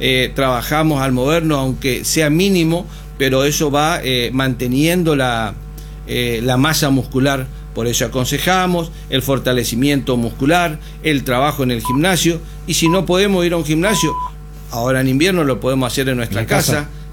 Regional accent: Argentina; Sí, somos argentinos

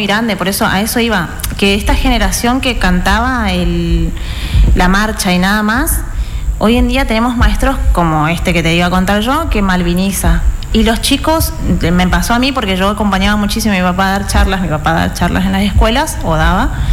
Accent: Argentina

